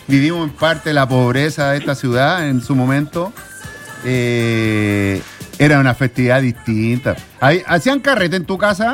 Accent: Curicó, Maule, Chile; ¿Sabes que soy de Curicó?

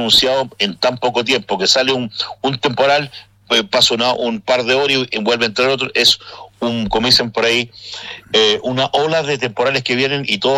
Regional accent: Chile

